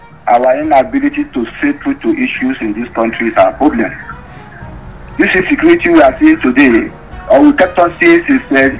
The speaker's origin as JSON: {"language": "English", "country": "Nigeria", "said": "It's unfortunate for a country we have as a Nigerian."}